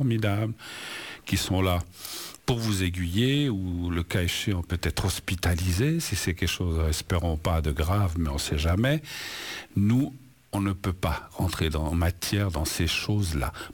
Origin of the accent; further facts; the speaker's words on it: Spain; C'est le cas, alors, jusqu'à présent, de l'Espagne, de mon pays d'origine, l'Espagne